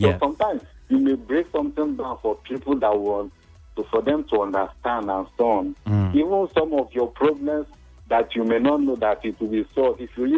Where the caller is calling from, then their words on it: Abuja, Federal Capital Territory, Nigeria; calling from Gudu.